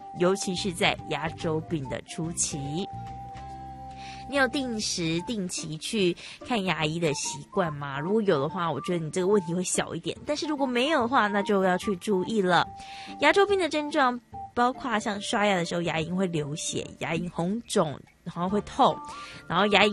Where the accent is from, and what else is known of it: Taiwan